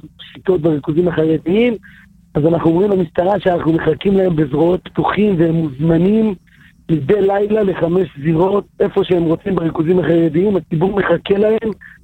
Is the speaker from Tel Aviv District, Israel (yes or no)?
no; Jerusalem, Jerusalem District, Israel